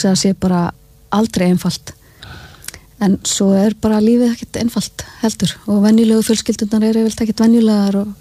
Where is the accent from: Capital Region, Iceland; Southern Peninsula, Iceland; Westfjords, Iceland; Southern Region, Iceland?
Capital Region, Iceland; Reykjavík; also born or lived in Mosfellssveit; En hérna, ég alveg upp í Reykjavík fyrstu árin, vesturbænum aðla. Og, en svo byrjaði ég grunnskóla í Mosfellssveit, eins og hér þá, áður en að það varð bær.